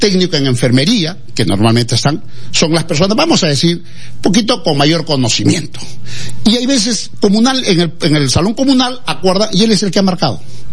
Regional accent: Nazca, Ica, Peru; yo vengo del Perú profundo, yo soy de Nazca.

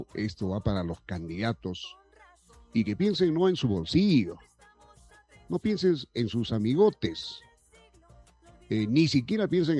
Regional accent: Peru; Así somos los peruanos.

